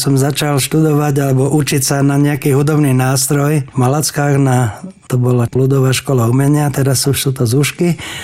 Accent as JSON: {"language": "Slovak", "town": "Plavecký Štvrtok", "region": "Bratislava Region", "country": "Slovakia", "tie": "born or raised there", "also_born_or_lived": "Modra", "said": "Som sa narodil v Modre."}